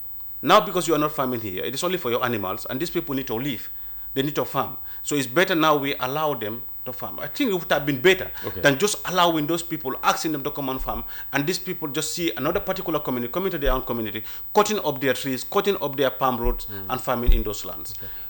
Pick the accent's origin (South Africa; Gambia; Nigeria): Gambia; I'm from Nyanija